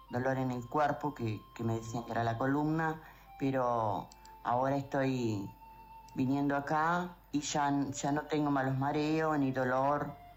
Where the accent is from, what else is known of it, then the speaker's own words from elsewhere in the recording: Tacuarembó, Uruguay; Soy de Tacuarembó, sí.